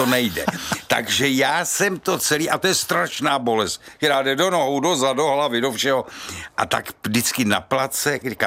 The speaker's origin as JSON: {"language": "Czech", "town": "Sokolov", "region": "Karlovy Vary Region", "country": "Czechia", "tie": "born or raised there", "said": "když jsi jako malej v Sokolově"}